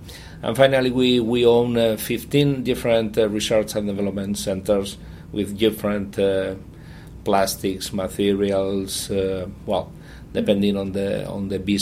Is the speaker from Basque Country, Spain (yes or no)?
yes; Bilbao, Basque Country, Spain; but I grew up in Bilbao.